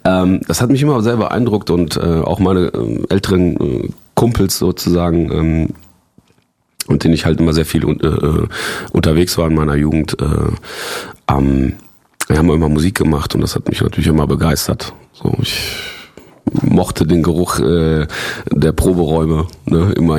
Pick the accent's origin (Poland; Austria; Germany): Poland; born there; als ich bin ja in Polen geboren und als ich so 5 war, so hat meine Cousine im Klavier gehabt.